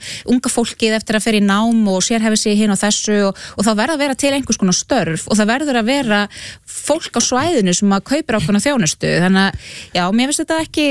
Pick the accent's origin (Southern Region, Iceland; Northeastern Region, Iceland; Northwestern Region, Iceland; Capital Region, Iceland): Southern Region, Iceland; Flúðir; ég nú alveg upp á Flúðum dæmis, og það var, svona ég minni æsku það var í raun og veru ekkert þangað að sækja.